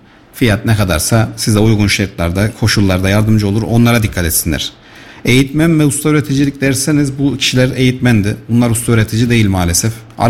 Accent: Kayseri, Turkey; mesela biz Kayserliyiz. Pazarlığı seviyoruz, fiyatı seviyoruz, ucuz olmasını istiyoruz.

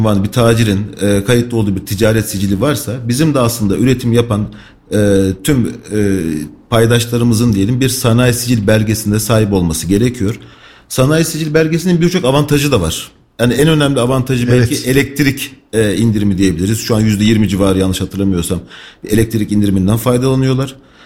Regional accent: Sakarya, Turkey; born there; moved away as an adult; also born or lived in Mardin / İzmir / Bilecik; now in Kayseri, Turkey; 1980 Mardin doğumluyum. Aslen Mardinliyiz ama baba memur olunca Sakarya'ya yerleştik. Okul hayatım Sakarya'da geçti. Sonrasında üniversite okumak için İzmir'e geçtim.

